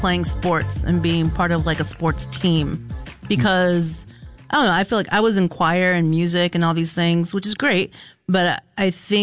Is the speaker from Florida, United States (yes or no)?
yes; Florida, United States; Yeah, I was raised in Florida